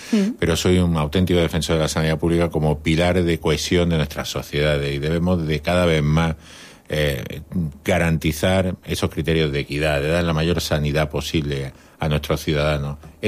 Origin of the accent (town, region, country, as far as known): Granada, Andalusia, Spain; born there; now in Almería, Spain